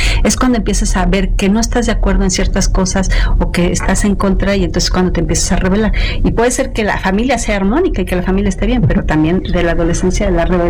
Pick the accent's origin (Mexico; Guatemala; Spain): Mexico; nos tendríamos que reeducar como país, como mexicanos.